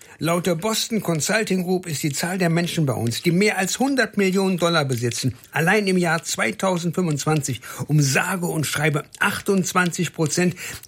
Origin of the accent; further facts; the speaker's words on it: Germany